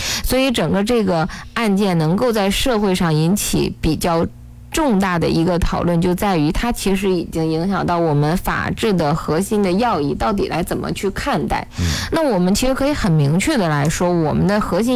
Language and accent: Chinese; Northeast China, China; 如果要是说用我们东北话哈，可能就是扒拉了一下。